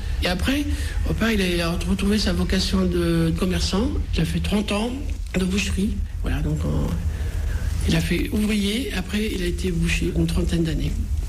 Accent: Skikda, Skikda Province, Algeria; born there

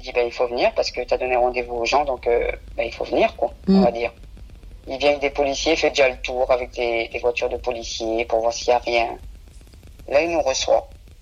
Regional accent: France; vous savez que les voyageurs, on est français. On est même plus français que certains Français qui vivent en France.

